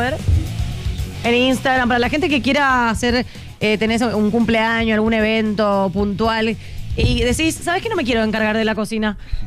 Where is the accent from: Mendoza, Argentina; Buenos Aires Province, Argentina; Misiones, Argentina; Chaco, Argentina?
Misiones, Argentina; Posadas; now in Paraguay; si yo soy de Posadas.